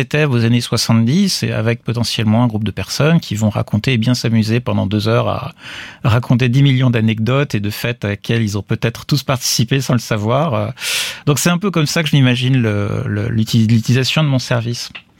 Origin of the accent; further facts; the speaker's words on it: France; now in Germany; mon enfance à Cannes-sur-Mer.